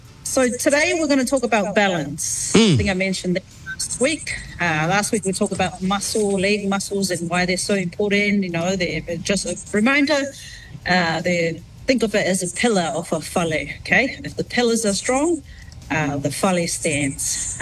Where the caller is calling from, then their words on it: Onehunga, Auckland, New Zealand; I'm actually living from Onehunga, the Bay Reserve, Onehunga Bay Reserve.